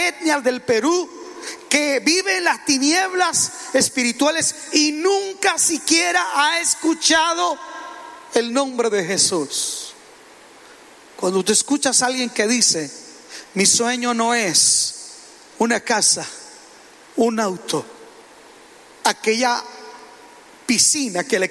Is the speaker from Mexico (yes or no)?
yes; Ciudad Juárez, Chihuahua, Mexico; soy de Juárez, una ciudad asentada en un monte